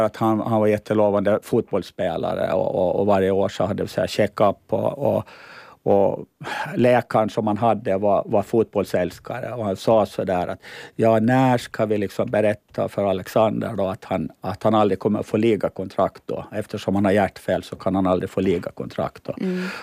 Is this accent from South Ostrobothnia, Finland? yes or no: no; Åland, Finland